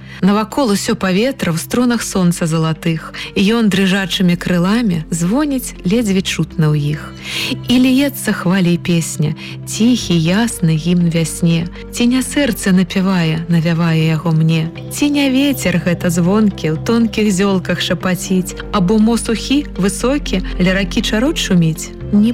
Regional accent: Mogilev, Mogilev Region, Belarus; я коренная могилевчанка, я люблю наш город, и я очень люблю белорусский язык.

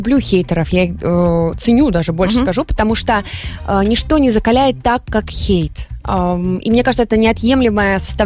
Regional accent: Belarus; moved away as an adult; now in Moscow, Russia; А мы уже теперь в Москве. Мы теперь белорусы в Москве.

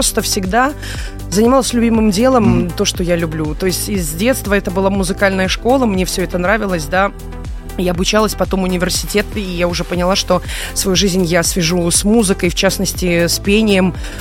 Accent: Vitebsk, Vitebsk Region, Belarus; also born or lived in Orsha; я по распределению, в Витебске я училась, я сама родом из Витебска, а по распределению я попала в Оршу.

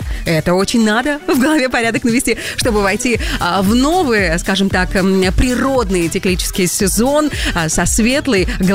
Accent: Belarus; Мы, белорусы, можем это делать, конечно, и потихоньку готовимся к зиме

